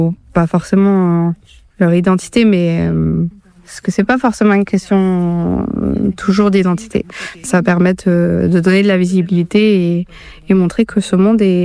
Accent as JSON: {"language": "French", "region": "Normandy", "country": "France", "tie": "born or raised there", "said": "viens de région parisienne. Et j'ai grandi dans le Calvados, un peu plus haut."}